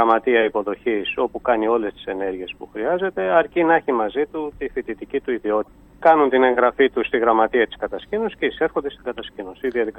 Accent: Northern Greece, Greece; Για εμάς που είμαστε εδώ από τη Βόρεια Ελλάδα και ξέρουμε την περιοχή, καταλαβαίνουμε ότι είναι μια μαγική τοποθεσία.

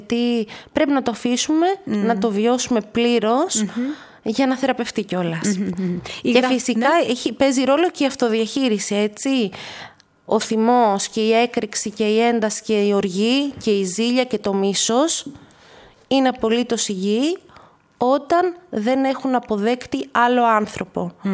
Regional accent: Komotini, Eastern Macedonia and Thrace, Greece; Και είμαι από εδώ, είμαι από την Κομοτηνή.

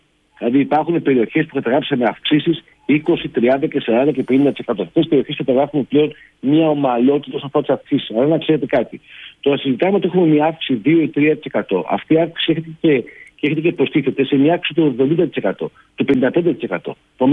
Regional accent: Patras, Western Greece, Greece; Δεν θα πάω στους πολιτικούς μηχανικούς Αθήνας, θα πάω στην Πάτρα, που είμαι από την Πάτρα.

